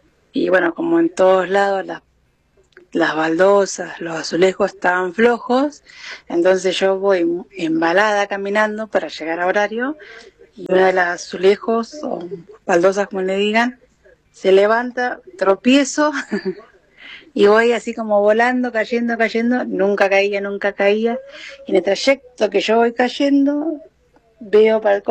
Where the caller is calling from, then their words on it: Lago Puelo, Chubut, Argentina; de Lago Puelo